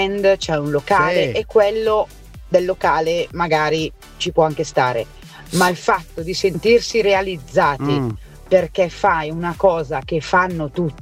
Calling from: Bergamo, Lombardy, Italy; da Bergamo.

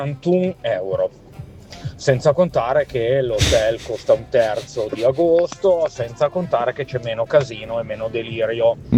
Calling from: Turin, Piedmont, Italy; da Torino

